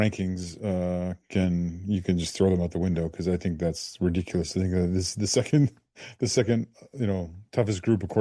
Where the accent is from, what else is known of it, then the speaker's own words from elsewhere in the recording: Canada; as a Canadian